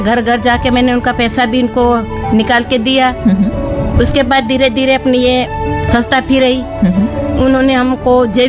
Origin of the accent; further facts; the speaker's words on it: Amlipada, Rajasthan, India; और मैं गांव अमलीपाड़ा से हूँ, ब्लॉक सज्जनगढ़ से हूँ।